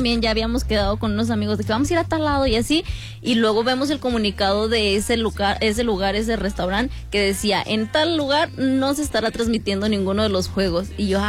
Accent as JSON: {"language": "Spanish", "country": "Mexico"}